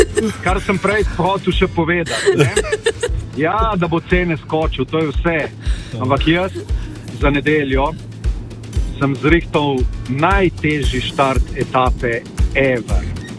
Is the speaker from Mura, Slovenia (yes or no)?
no; Koper, Coastal–Karst, Slovenia; ponosen Primorc sem, seveda tam nisem iz Izole, sem iz Kopra.